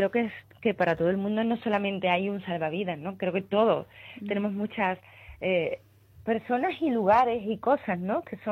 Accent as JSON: {"language": "Spanish", "town": "Coria del Río", "region": "Andalusia", "country": "Spain", "tie": "born or raised there", "also_born_or_lived": "Madrid", "said": "en Sevilla, concretamente en mi tierra, pues se me ha visto pues desde que era una niña"}